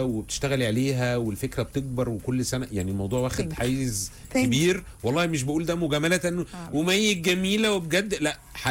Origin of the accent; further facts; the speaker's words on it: Egypt; كلنا كمصريين يا رب في أحسن حال.